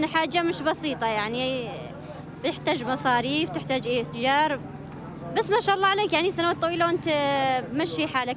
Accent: Yemen; على وضعنا كيمنيين

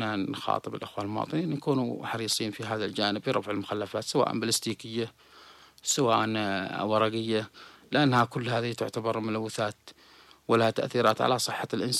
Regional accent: Yemen; هو أكيد عندنا في اليمن كل شيء يروح للحرق

